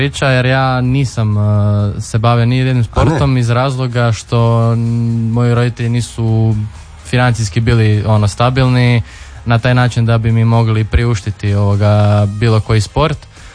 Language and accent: Croatian; Zagreb, City of Zagreb, Croatia; a i mi dečki smo koji smo s Jaruna